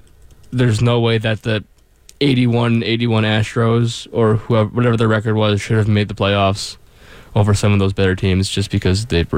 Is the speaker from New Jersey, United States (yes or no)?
no; New York, United States; I'm from New York, upstate.